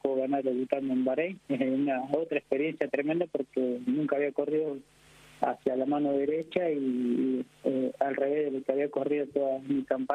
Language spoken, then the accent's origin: Spanish; Argentina; ¿cómo vos sos argentino? Sí, ¿y cómo hablas árabe? Y digo, no, lo que pasa es que estoy haciendo algunas temporadas en Kuwait